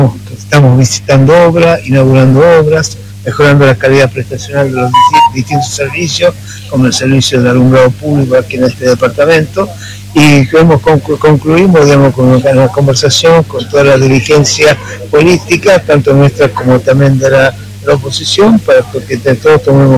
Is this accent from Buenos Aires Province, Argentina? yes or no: no; La Rioja, Argentina; como riojano, como argentino